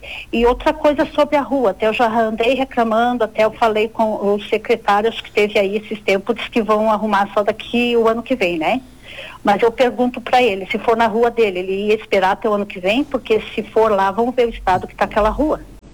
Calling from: Brazil; Eu sou do Guadalupe, do bairro Guadalupe

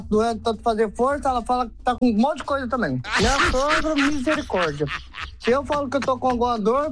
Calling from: Pereira Barreto, São Paulo, Brazil; de Pereira Barreto.

